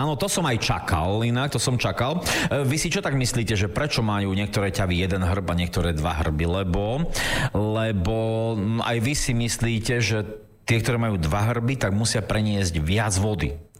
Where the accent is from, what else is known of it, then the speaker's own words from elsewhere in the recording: eastern Slovakia, Slovakia; Totižto u nás na východe sa hovorí, neviem, či aj u vás, milí Nitrania a milí Zvolenčania a ďalší, neviem, či aj u vás sa to hovorí, ale u nás sa tak hovorí, že všetko so všetkým skapčano.